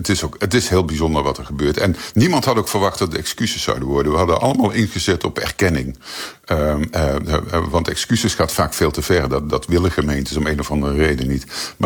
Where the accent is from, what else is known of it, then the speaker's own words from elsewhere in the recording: Maastricht, Limburg, Netherlands; Ik kom uit Maastricht en ik ging in die buurt stappen als puber.